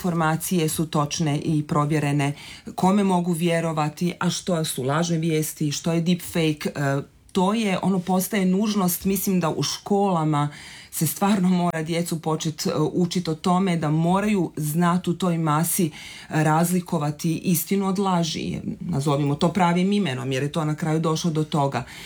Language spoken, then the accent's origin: Croatian; Croatia; Taj problem je kod nas u Hrvatskoj prilično izražen.